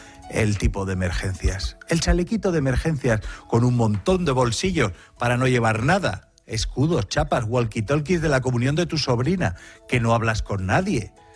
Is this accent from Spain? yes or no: yes; Spain; Como buen español, ando siempre al accesorio